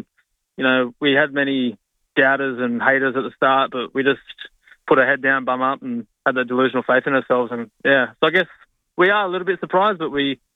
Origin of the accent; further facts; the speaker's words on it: Dubbo, New South Wales, Australia; I'm from Dubbo